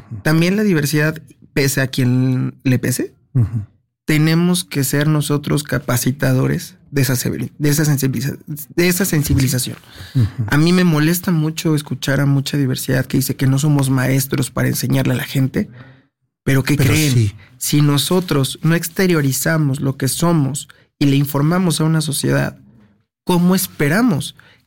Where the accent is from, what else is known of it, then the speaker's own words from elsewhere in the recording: Mexico; Y algo que nos caracteriza como pueblo mexicano es que somos hermanos.